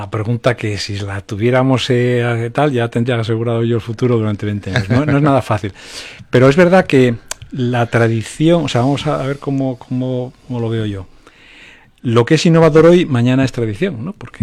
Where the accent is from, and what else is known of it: Asturias, Spain; moved away